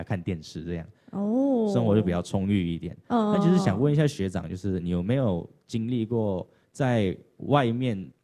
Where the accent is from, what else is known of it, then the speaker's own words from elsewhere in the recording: Sarawak, Malaysia; moved away; 这个嘉宾居然知道我是马来西亚人，而且还知道马来西亚一个很冷门的地方叫沙越，是我的家乡啊。